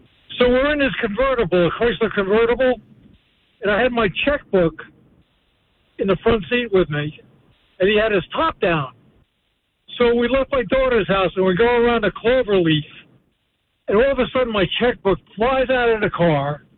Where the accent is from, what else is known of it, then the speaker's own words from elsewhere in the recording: Waldorf, New Jersey, United States; now in Delaware, United States; I grew up in Waldorf, New Jersey, the greatest little town in the country.